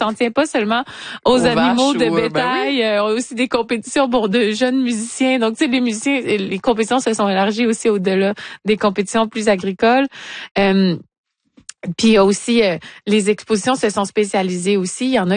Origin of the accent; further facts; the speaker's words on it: Rimouski, Quebec, Canada; Les K-Days, je parlais, qui m'ont donné l'idée à Edmonton en 1872 et Rimouski, ma terre natale, en 1888.